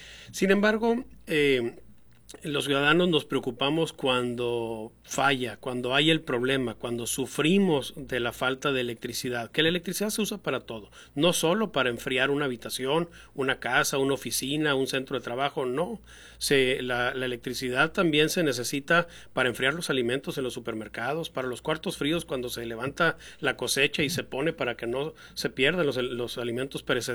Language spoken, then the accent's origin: Spanish; Sonora, Mexico; como ciudadano mexicano y como sonorense.